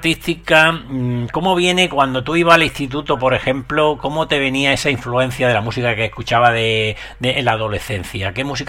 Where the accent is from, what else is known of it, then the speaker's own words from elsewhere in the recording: Órgiva, Andalusia, Spain; now in Alicante, Spain; Pues yo soy natural de Órgiva.